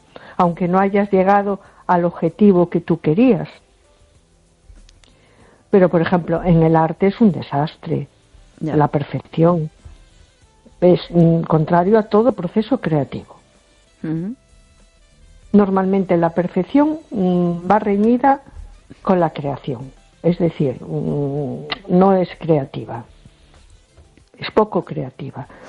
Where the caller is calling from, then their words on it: A Coruña, Galicia, Spain; de Coruña.